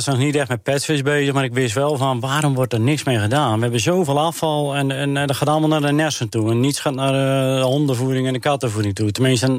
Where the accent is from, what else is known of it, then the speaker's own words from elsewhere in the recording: Urk, Flevoland, Netherlands; ik ben opgegroeid op Urk natuurlijk. En we zijn Urkers en op Urk iedereen ademt vis.